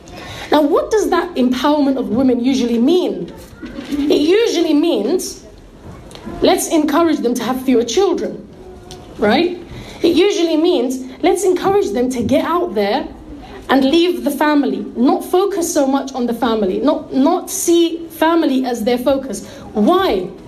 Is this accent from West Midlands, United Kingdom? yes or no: no; Barnet, London, United Kingdom; growing up in the West, alhamdulillah, we've picked up a lot of good things as well from growing up here.